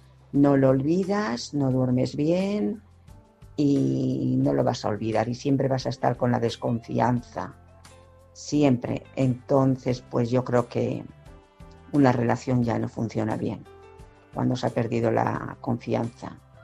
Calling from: Madrid, Community of Madrid, Spain; de Madrid.

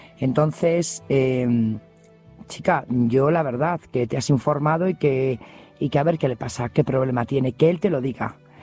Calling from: Burgos, Castile and León, Spain; Buenas noches … corresponsal de Burgos.

